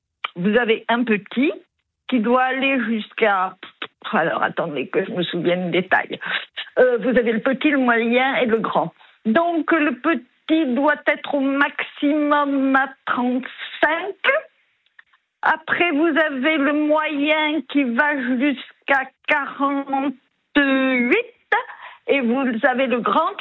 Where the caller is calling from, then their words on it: Occitanie, France; Je suis dans l'Aude.